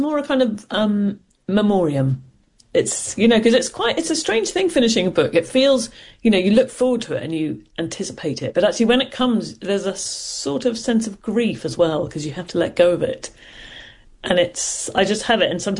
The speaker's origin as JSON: {"language": "English", "country": "Ireland", "also_born_or_lived": "Scotland", "moved": "yes", "lives_now": "United Kingdom", "said": "Well, I think when we moved in the mid-70s, obviously relations between Britain and Ireland were a very, very low ebb"}